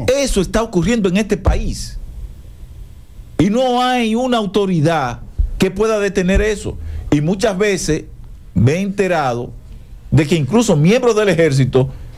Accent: Dominican Republic; siendo dominicano, usted no puede en su país tener un poquito de quietud.

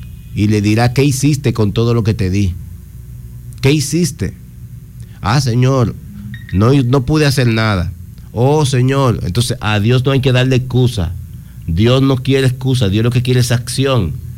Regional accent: San Cristóbal, Dominican Republic; Le hago un llamado a mi pueblo, a mi provincia San Cristóbal

